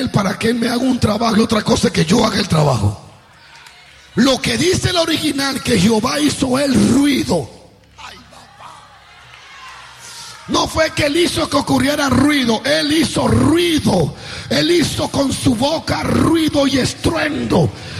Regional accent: Dominican Republic; Y cuando yo veo el dinero, como dominicano tigre en ese tiempo, cristiano pero sabio, yo dije

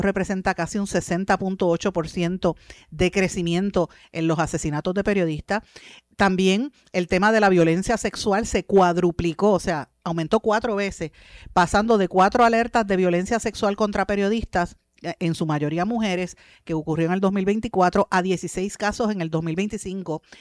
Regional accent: Puerto Rico; Nosotros somos colonia de Estados Unidos, y no, para algunas cosas somos libre asociado, para otras cosas somos colonia.

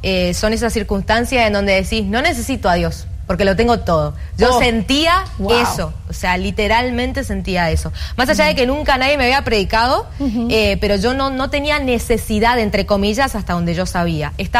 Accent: Santa Fe, Argentina; born there; yo soy de Argentina, soy de una provincia que se llama Santa Fe, nací allá. Y bueno, tengo 28 años actualmente.

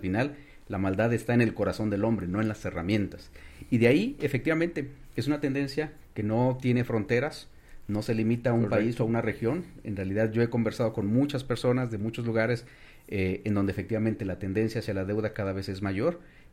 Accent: Mexico; soy mexicano, casado ya hace 24 años, con dos hijos

